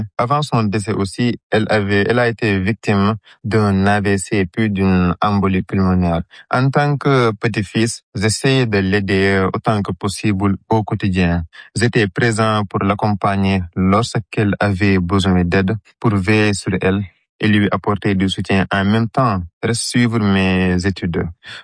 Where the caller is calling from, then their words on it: Dakar, Senegal; j'ai 21 ans. Je suis étudiant en deuxième année de licence. Aussi, je vis à Dakar.